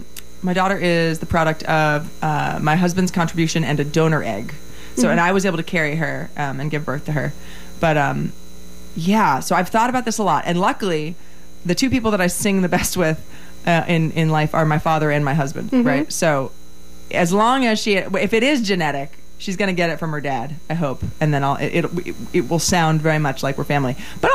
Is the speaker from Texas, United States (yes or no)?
no; New Jersey, United States; moved away; also born or lived in New York City; I lived in New York City for 7 years. I grew up in Jersey, playing bluegrass with my dad. You know, it's like Little House on the Turnpike.